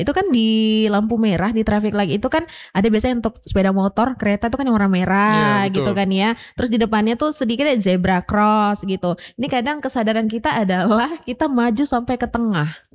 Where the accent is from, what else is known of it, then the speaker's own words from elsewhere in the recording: North Sumatra, Indonesia; sebagai warga Padang Bulan sendiri